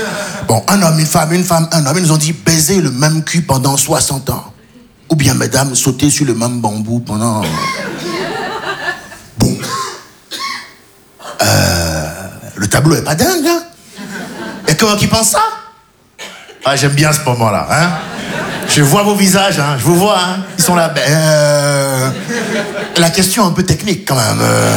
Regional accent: Benin; now in France; me dis, je suis franco-béninois. Ouais, mais je me dis maintenant, quand les impôts ils viennent, je suis béninois.

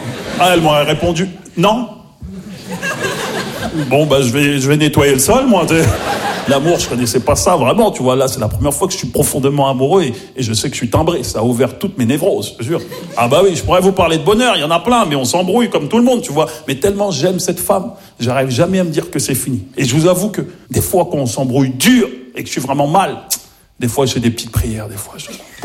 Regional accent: Maisons-Alfort, Île-de-France, France; j'ai grandi à Maisons-Alphand, en plus, tu vois, dans le 9-4

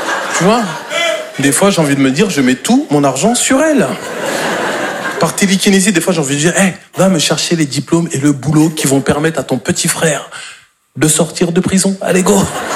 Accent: Normandy, France; Moi, je suis normand de base

